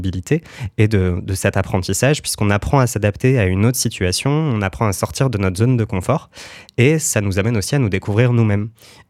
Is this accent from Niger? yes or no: no; France; chez nous en France